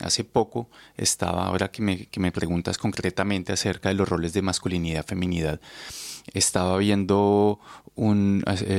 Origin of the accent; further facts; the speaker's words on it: Bogotá, Colombia; Y bueno, soy colombiano de Bogotá, y ya, eso es como lo primero que te puedo decir.